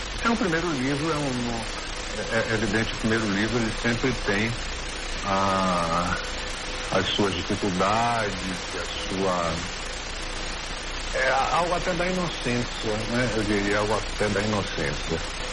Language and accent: Portuguese; Salvador, Bahia, Brazil; born there; E lá em Salvador, onde nasci, e se chamava exatamente Jornal da Bahia.